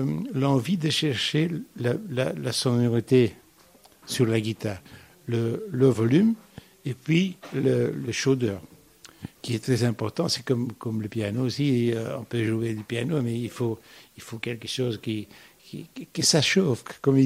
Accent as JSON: {"language": "French", "country": "Belgium", "said": "je suis belge"}